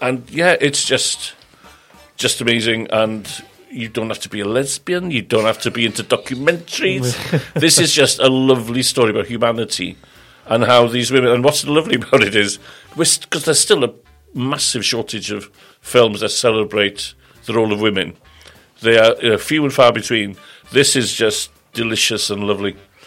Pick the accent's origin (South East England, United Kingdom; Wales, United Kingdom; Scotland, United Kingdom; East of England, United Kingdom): Wales, United Kingdom; obviously I'm Welsh.